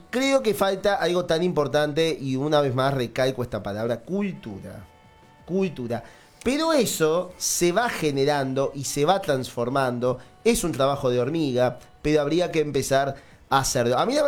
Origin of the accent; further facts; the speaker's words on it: Montevideo, Uruguay; now in Canelones, Uruguay; Yo soy de Montevideo